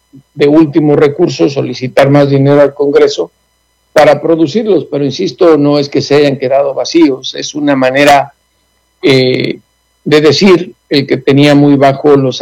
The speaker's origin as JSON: {"language": "Spanish", "town": "Toluca", "region": "State of Mexico", "country": "Mexico", "said": "que soy de Toluca"}